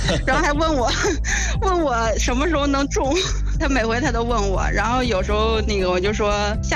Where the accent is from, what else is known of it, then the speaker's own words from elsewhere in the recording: Yanbian, Jilin, China; moved away as an adult; now in Langfang, China; 因为我是东北人，吉林延边。我是嫁到咱们河北这边的。但是老家的话，算起来，其实我父亲老家也是河北这边的。